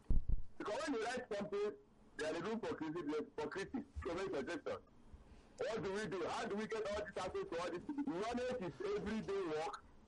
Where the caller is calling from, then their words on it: Paris, Île-de-France, France; from Paris.